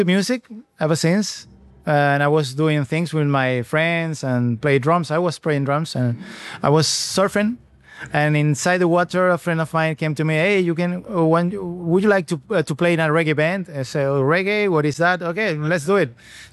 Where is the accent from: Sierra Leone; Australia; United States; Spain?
Spain; Tenerife, Canary Islands; first language Spanish; English is a second language; I come from Tenerife, Canary Islands, back there in the Atlantic